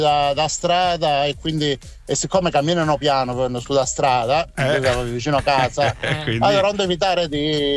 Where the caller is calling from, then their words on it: Paola, Calabria, Italy; io sono dalla provincia di Cosenza e sono da Paola.